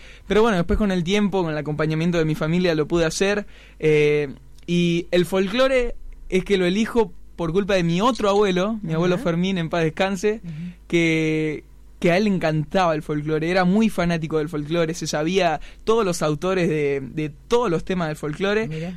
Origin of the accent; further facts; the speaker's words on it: San Martín, Buenos Aires Province, Argentina; moved away as an adult; now in Córdoba, Argentina; soy un chico de Buenos Aires, de San Martín, uh-huh. que bueno, está acá en Córdoba viviendo un hermoso sueño junto a su familia